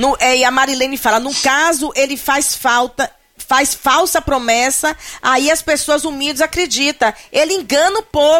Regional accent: Bahia, Brazil; nós somos baianos, mas nós amamos nossa Bahia

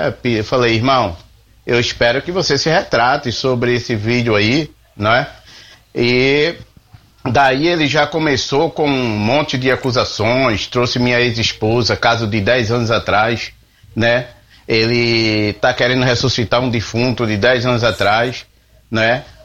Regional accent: Northeast Region, Brazil; moved away; Eu sou nordestino.

